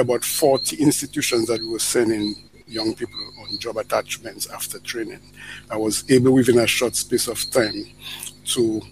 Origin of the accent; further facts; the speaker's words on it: Grand Bay, Dominica; I was born in Granby. I grew up in Granby, went to school in Granby, Granby Primary School.